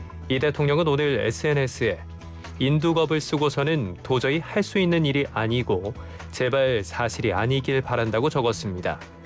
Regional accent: Chungcheong, South Korea; 저는 어렸을 때부터 제가 충청도 사람이라 늘 대천해수욕장 아니면 안면도 이런 서해바다와 함께 자라왔는데

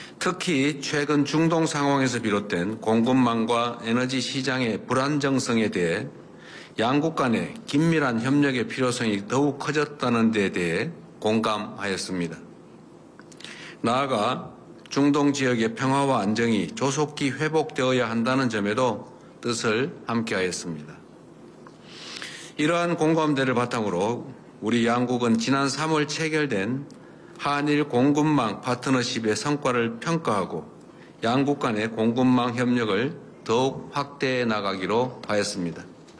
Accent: Andong, North Gyeongsang, South Korea; 저의 고향인 이곳 안동을 찾아주셨습니다.

